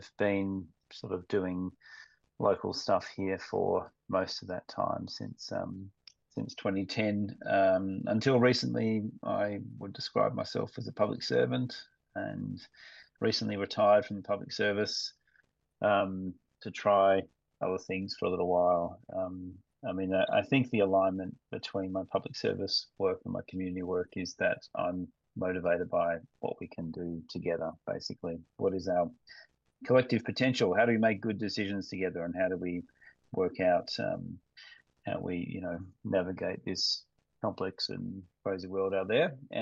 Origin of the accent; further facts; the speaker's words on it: Tasmania, Australia; now in Castlemaine, Australia; where I grew up in Tasmania